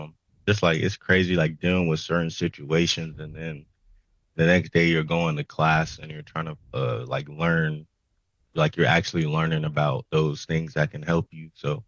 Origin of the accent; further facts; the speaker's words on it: Lawton, Oklahoma, United States; born there; I was born on Fort Sill. They were both stationed on Fort Sill. Military base out there in Lawton, Oklahoma. So I lived out in Lawton, Oklahoma for a quite extensive time, probably until like middle school, and then we ended up moving up to Oklahoma City.